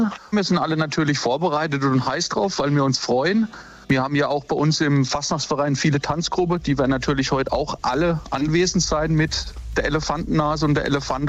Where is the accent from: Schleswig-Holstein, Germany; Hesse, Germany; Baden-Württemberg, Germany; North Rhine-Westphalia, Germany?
Baden-Württemberg, Germany; Hartheim; Ich sag mal, ich bin in Hartheim geboren. Ich bin ein Ur-Hartheimer und Hartheim ist ein, ich sag's mal so, kleines, schnuckeliges Ort.